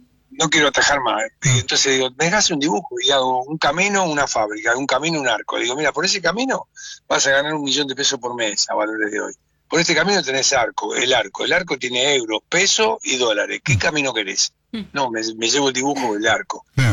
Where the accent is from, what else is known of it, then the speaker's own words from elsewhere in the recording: Argentina; Y bueno, lo disfrutará, lo disfrutaremos como argentino.